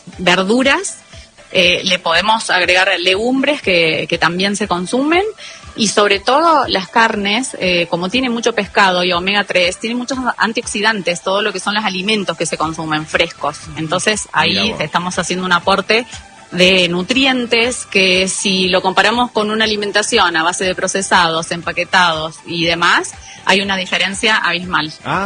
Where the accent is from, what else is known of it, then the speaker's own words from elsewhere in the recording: Argentina; Como argentino, tan lejos de casa.